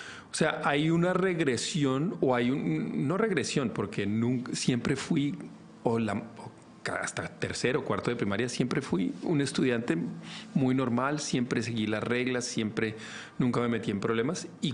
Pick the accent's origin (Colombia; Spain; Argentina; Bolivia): Colombia; born there; Yo nací en Colombia, mi mamá se muda para Estados Unidos y nos quedamos nosotros en Colombia. En ese momento ya ahí dejé de creer en Dios.